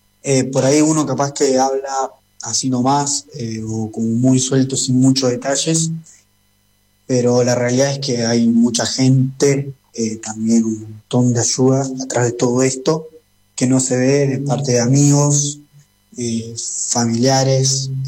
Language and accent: Spanish; Viedma, Río Negro, Argentina; yo, en mi caso, yo soy, bueno, de Viedma, de Río Negro